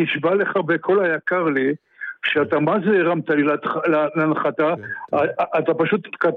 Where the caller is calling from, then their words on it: Petah Tikva, Central District, Israel; אני מפתח תקווה.